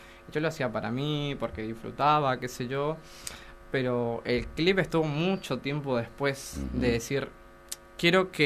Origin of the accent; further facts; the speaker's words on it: Candelaria, Misiones, Argentina; Yo vengo de Candelaria, por cierto